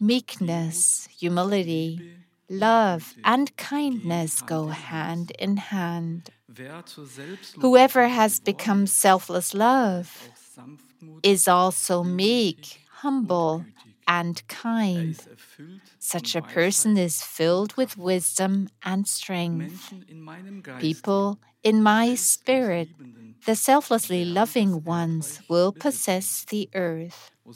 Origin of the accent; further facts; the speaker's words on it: Brazil; moved away; I come from Brazil